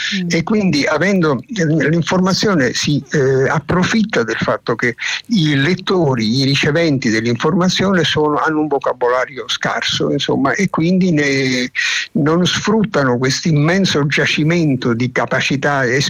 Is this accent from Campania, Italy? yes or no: yes; Naples, Campania, Italy; first language Neapolitan; Completamente napoletano sono. Di estrazione completamente napoletana, cioè provengo proprio da lì. Lì mi si sono formate, oltre che la mia lingua madre, il napoletano, è quello che io parlo con me stesso quando sto da solo